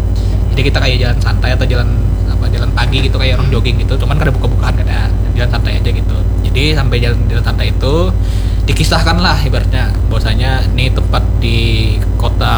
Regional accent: Banjar, South Kalimantan, Indonesia; kita orang Banjar itu sendiri

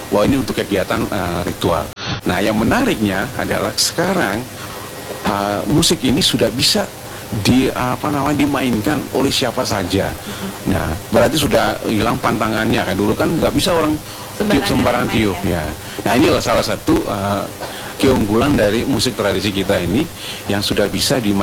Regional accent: Ambon, Maluku, Indonesia; kita orang Ambon

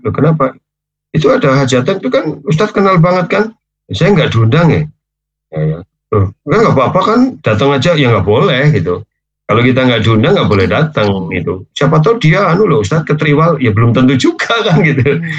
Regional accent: Central Java, Indonesia; now in Larangan area; dulu kan saya tinggalnya di belakang, depan geriatri itu, Mbak Citra Putri, belakang si Muhammadiyah. Saya memang lahir besar di situ, di Sokajaya, Sokanegara.

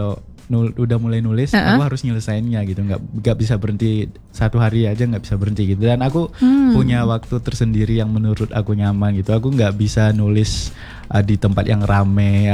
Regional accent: West Sumatra, Indonesia; Itu sebagai apa ya, tanggung jawabku mungkin ya sebagai orang Minangkabau gitu. Jadi aku nulis dalam bahasa Minang gitu.

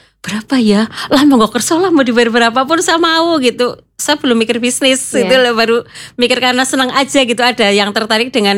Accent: Purbalingga, Central Java, Indonesia; Saya dari Purbalingga

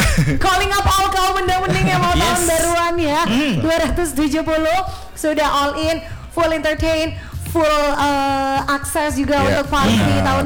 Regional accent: Batam, Riau Islands, Indonesia; kita kan orang Batam

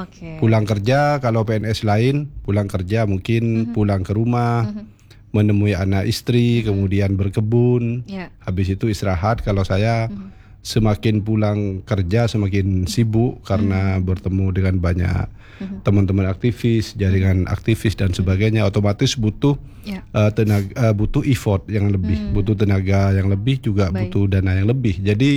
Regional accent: Indonesia; born there; moved away as an adult; also born or lived in Jakarta; pulang ke desa saya di Blakpak.

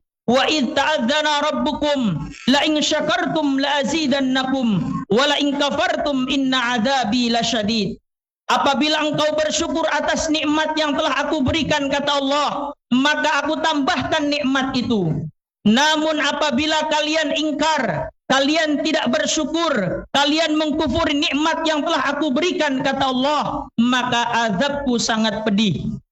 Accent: Indonesia; kita orang Timur, orang Indonesia.

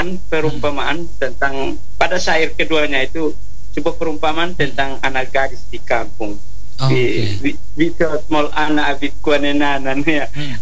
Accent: East Nusa Tenggara, Indonesia; kami orang TTS katakan ne

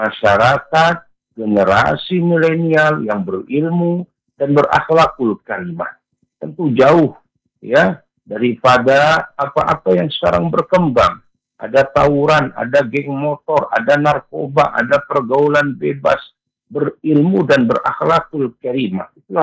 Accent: Medan, North Sumatra, Indonesia; Kita warga Medan

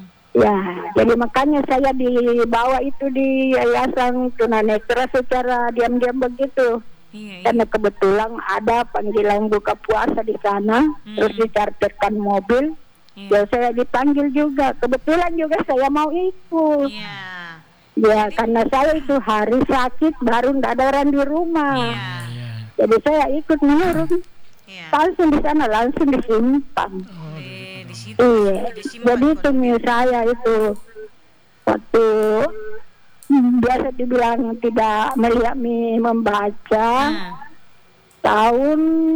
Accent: South Sulawesi, Indonesia; Saya kan asli Macini. Di Macini saya lahir.

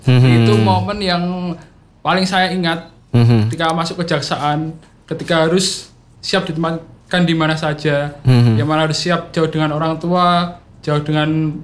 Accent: Sukoharjo, Central Java, Indonesia; moved away as an adult; now in Magelang, Indonesia; Saya sudah nyaman, asal saya di Sukoharjo mas, asal saya di Sukoharjo, sudah nyaman di Sukoharjo, nyaman di Solo.

